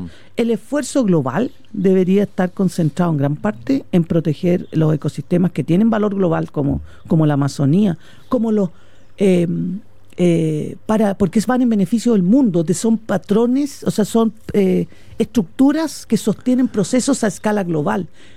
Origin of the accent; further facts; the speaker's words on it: Magallanes and Chilean Antarctica, Chile; yo vengo de Magallanes